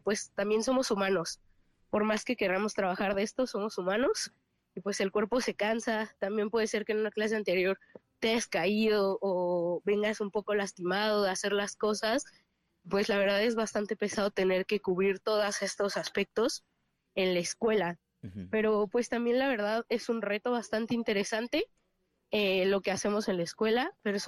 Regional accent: Poza Rica, Veracruz, Mexico; Bueno, yo soy de Poza Rica … decidí entrar a la escuela porque vi sobre las audiciones de la compañía.

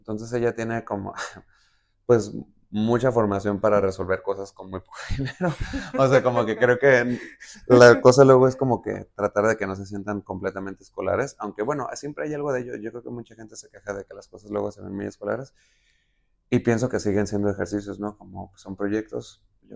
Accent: Tijuana, Baja California, Mexico; now in Guadalajara, Mexico; yo soy de Tijuana

